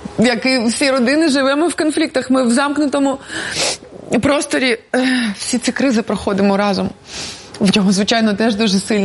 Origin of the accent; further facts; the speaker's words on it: Kharkiv, Kharkiv Oblast, Ukraine; Звичайно. Я віце-королева Харкова 94.